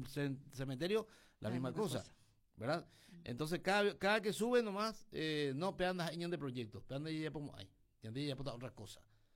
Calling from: Coronel Oviedo, Caaguazú, Paraguay; Hace 50 años que vivo en Coronel Oviedo

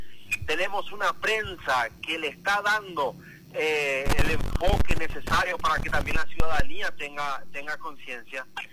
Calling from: Paraguay; nuestra convivencia como paraguayos

